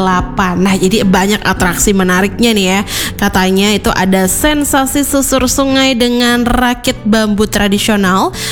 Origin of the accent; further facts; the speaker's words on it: Kandangan, South Kalimantan, Indonesia; Karena kan kalau semua acaranya di Loksado, mungkin saja kita-kita orang Kandangan ini kejauhan Manunti.